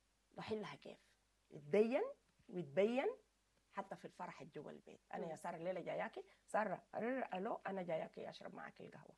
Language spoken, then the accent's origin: Arabic; Sudan